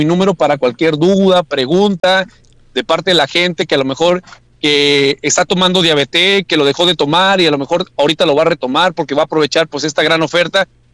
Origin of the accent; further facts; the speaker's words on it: Mexico; La verdad que como buen mexicano de pronto tenemos una farmacia en la casa